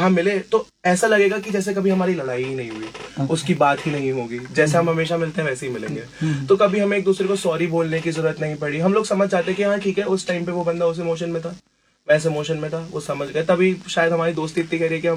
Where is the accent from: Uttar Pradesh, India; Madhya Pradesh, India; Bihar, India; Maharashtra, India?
Uttar Pradesh, India; Moradabad; मैं civil lines से।